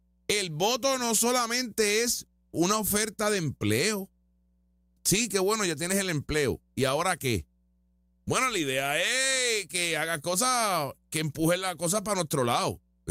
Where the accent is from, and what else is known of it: Puerto Rico